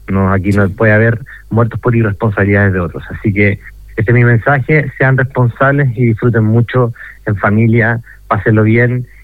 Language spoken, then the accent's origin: Spanish; Valparaíso, Chile; Somos latinoamericanos, somos porteños.